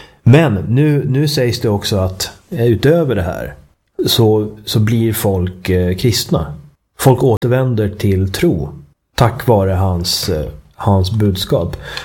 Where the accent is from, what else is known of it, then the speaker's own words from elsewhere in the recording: Sweden; för mig som svensk.